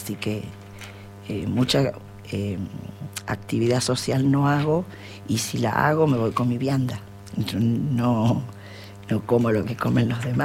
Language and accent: Spanish; Argentina; now in Zapala, Argentina; soy la única argentina que compite con esta edad.